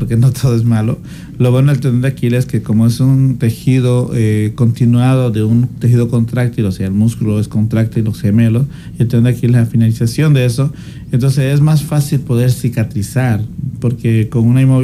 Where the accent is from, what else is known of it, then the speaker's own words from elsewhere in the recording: Bolivia; now in Ecuador; yo soy boliviano, entonces cada fin de año que me doy un viajecito a Bolivia